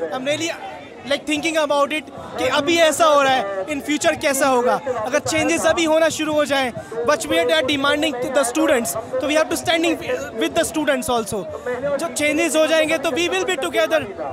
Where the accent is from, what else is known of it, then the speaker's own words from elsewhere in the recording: Delhi, India; मैं दिल्ली से ही हूँ सर.